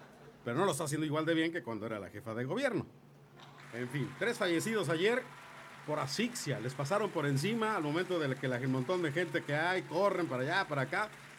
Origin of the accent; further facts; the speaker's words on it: Mexico; como mexicano. Sí, como mexicano